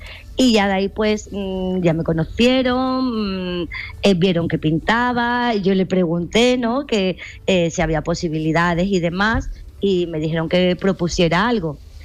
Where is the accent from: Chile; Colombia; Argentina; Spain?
Spain; Seville, Andalusia; yo soy de Sevilla.